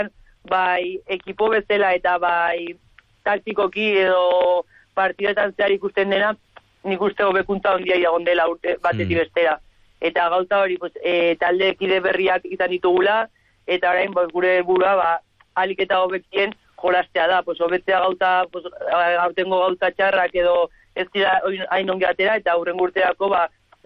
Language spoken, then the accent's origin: Basque; Pamplona, Navarre, Spain